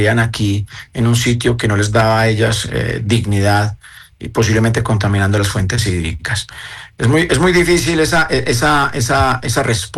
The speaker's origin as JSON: {"language": "Spanish", "country": "Colombia"}